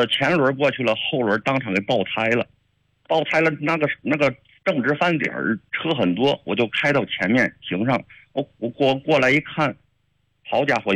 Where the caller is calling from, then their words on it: Shijiazhuang, Hebei, China; 我是石家庄这边开车去那个郑州新密去办事，